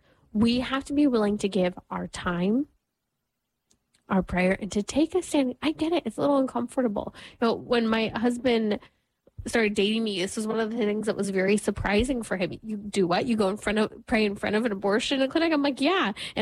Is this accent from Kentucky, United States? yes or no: no; California, United States; especially my home state of California